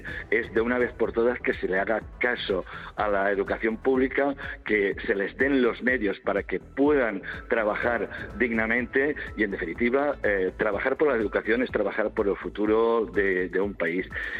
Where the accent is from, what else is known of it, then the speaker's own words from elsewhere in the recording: Valencian Community, Spain; por aquí somos valencianos y lo hacemos todo con música